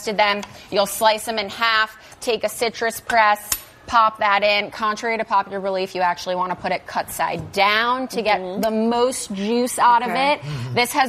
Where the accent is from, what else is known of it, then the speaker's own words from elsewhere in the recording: Chicago, Illinois, United States; other than adding a lot of cheese, because I'm from the Midwest and I can't help myself.